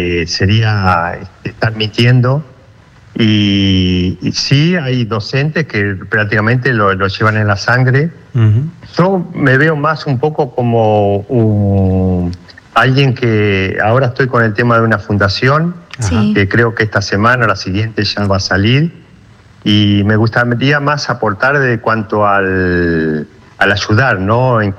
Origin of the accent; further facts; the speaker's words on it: Argentina; la idea era correr en Argentina, que tuve muy poco posibilidades de correr en mi país, y elegí la de Buenos Aires